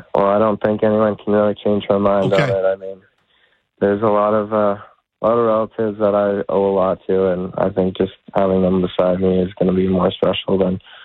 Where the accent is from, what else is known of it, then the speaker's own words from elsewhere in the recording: Canada; growing up and being a Canadian kid